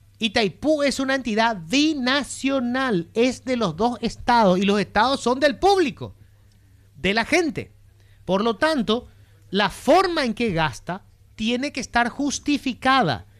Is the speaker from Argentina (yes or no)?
no; Paraguay; Somos paraguayos, somos gigantes.